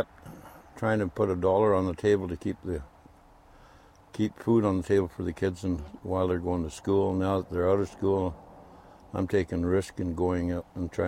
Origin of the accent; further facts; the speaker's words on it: Dawson City, Yukon, Canada; also born or lived in Snag, Yukon / White River country; I was born in Snag, Yukon.